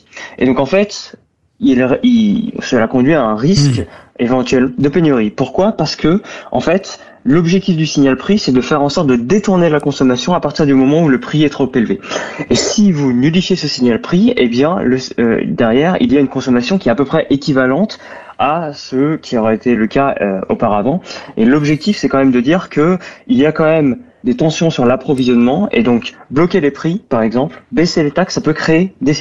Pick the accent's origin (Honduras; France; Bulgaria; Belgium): France; Chez nous, en France